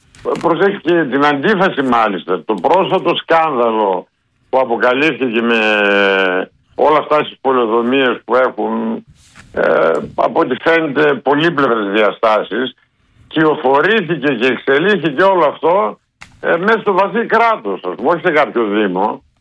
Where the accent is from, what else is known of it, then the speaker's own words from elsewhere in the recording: Macedonia, Greece; Η Χαλκιδική την ξέρω λίγο καλύτερα από εκείνο, ως Μακεδόνας.